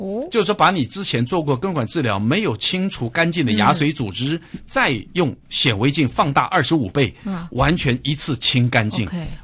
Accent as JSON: {"language": "Chinese", "country": "Taiwan", "said": "我们都在台湾呢，我们都是台湾人呢，你的祖籍是哪里是另外一回事嘛"}